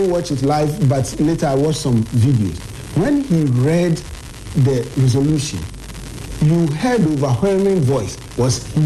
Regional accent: Ghana; as a Ghanaian

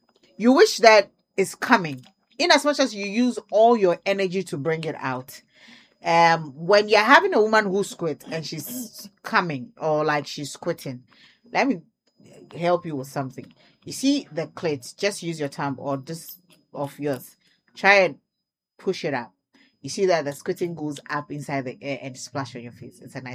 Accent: Ashaiman, Greater Accra, Ghana; from Ashiama.

